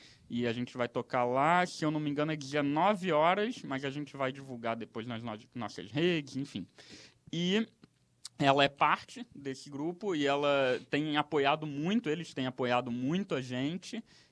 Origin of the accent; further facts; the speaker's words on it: Brazil; E, claro, a gente, como brasileiro, a gente tem uma missão de promover a música brasileira, divulgar dentro do país e fora